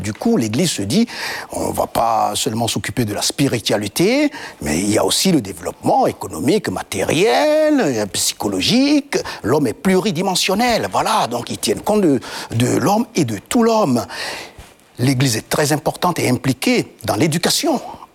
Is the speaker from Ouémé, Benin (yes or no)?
no; Parakou, Borgou, Benin; born there; Et maintenant, chaque fois que je vais au Bénin, comme je suis né à Parakou, c'est sur la route, je m'arrête là en semaine.